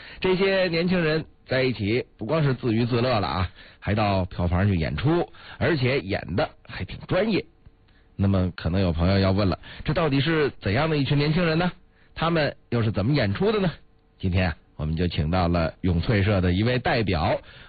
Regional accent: Beijing, China; 尤其是咱们北京人啊，特别喜欢听，也喜欢唱。

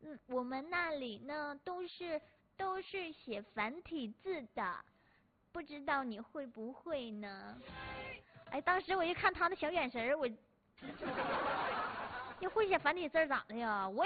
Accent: Northeast China, China; 千万不要瞧不起我们东北人

